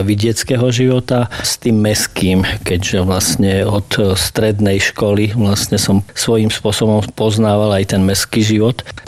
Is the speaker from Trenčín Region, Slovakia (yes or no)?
no; Raslavice, Prešov Region, Slovakia; Som rodakom, dokonca aj obidvaja moji rodičia pochádzali z Raslavic, takže ani som nikdy nerozmýšľal, že sa budem niekde sťahovať. Nakoniec som aj svoju manželku presvedčil, aby sme ostali u nás v Raslaviciach.